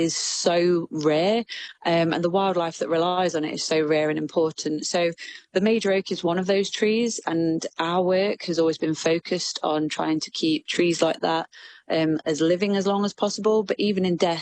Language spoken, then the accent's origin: English; Nottingham, East Midlands, United Kingdom; I'm a local girl, so I'm from Nottingham